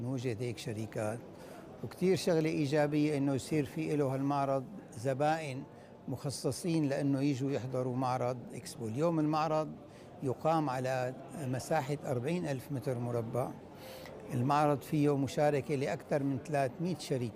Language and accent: Arabic; Syria